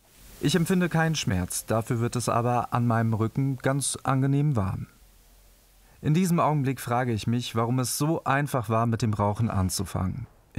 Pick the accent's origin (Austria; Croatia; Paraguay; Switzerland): Croatia; Als Kroate